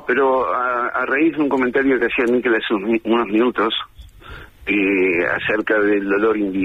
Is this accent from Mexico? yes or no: no; Uruguay; Yo soy uruguayo.